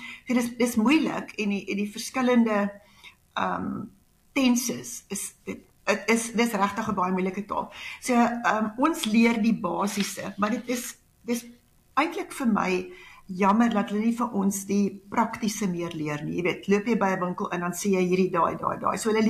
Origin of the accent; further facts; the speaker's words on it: Pretoria, Gauteng, South Africa; born there; also born or lived in Groblersdal / Namibia / Springs; In Pretoria, maar ons het draaie geloop, jong. Ek was in Mabelol, daar skool later, Groblersdal, toe is ons getroud en in Suidwes gebly, wat wonderlik lekker was.